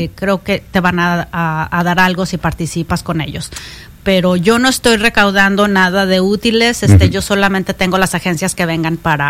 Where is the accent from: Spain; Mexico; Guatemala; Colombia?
Mexico; Guadalajara, Jalisco; now in Sioux City, United States; Sí, sí, tengo, mi esposo y yo somos de Guadalajara y pues ya tenemos aquí casi 30 años.